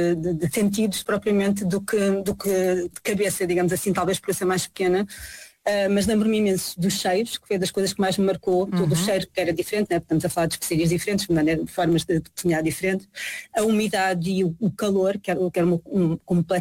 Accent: Macau; enquanto vivi tantos anos em Macau e, apesar de ter crescido lá e ser, na realidade, o sítio, o local onde eu cresci e tenho uma relação muito próxima

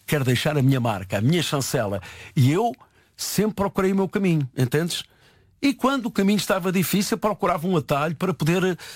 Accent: Santarém, Centro, Portugal; born there; eu nasci em Santarém, trabalho em Lisboa

